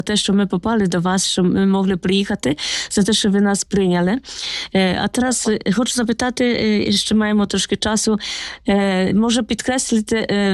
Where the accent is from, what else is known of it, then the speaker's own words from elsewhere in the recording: Poland; moved away; я сама з Польщі родом